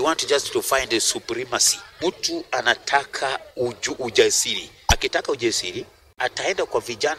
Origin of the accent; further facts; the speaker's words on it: Kenya; born there; kama Mkenya, niliyezaliwa Kenya hii